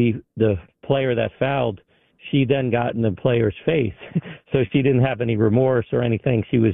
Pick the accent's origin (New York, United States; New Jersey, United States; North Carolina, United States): New Jersey, United States; South Orange; like I grew up in South Orange